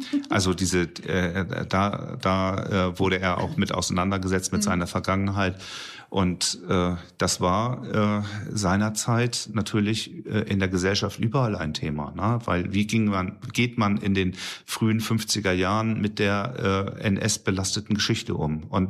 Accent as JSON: {"language": "German", "town": "Ratzeburg", "region": "Schleswig-Holstein", "country": "Germany", "said": "dann wird man das bei uns in Ratzeburg im Burgtheater sehen können."}